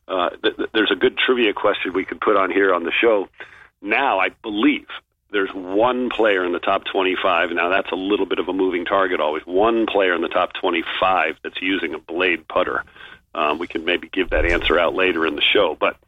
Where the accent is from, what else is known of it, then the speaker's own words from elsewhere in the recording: Northeast, United States; now in the South, United States; when I grew up in the Northeast, we putted on bent grass or poiannua grass. And when you'd come down to the South, where we are now